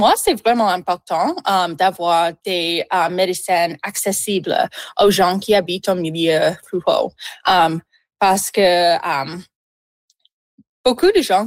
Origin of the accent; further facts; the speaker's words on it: Woodville, Nova Scotia, Canada; moved away; J'ai grandi dans un milieu rural. J'ai grandi à Nouvelle-Écosse, dans une petite ville qui s'appelle Woodville.